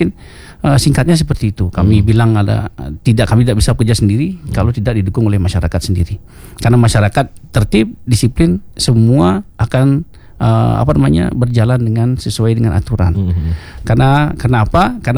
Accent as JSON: {"language": "Indonesian", "area": "Gianyar", "region": "Bali", "country": "Indonesia", "said": "Kebetulan kami adalah warga Gianyar."}